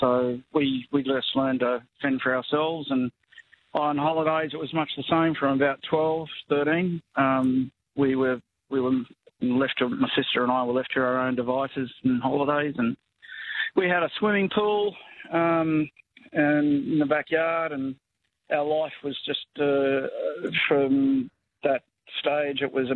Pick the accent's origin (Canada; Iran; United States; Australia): Australia; Liverpool, New South Wales; We were latchkey kids, but I was sent from Liverpool every day to school in the city, Town Hall.